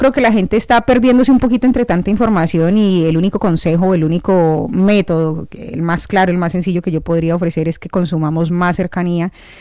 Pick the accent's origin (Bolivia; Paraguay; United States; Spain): Spain; Mallorca, Balearic Islands; Mallorca es algo multicultural